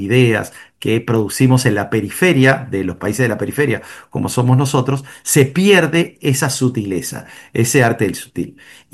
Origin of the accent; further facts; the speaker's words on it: Panama; nos enorgullece mucho como panameños